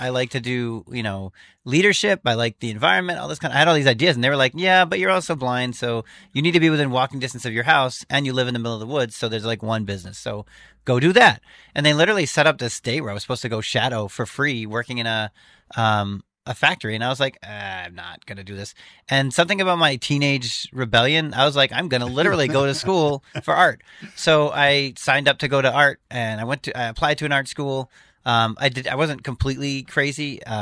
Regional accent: Pembroke, New Hampshire, United States; I was born in Hanover. I don't think the hospital actually exists anymore. But I grew up in Pembroke, which is just outside of Concord.

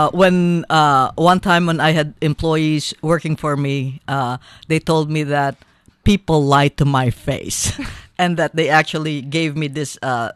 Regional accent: Philippines; now in United States; How I'm able to serve because I called the Philippines my home country.

